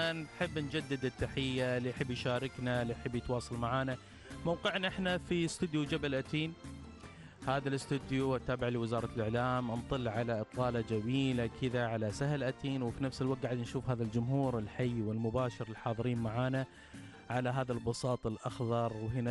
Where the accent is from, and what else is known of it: Oman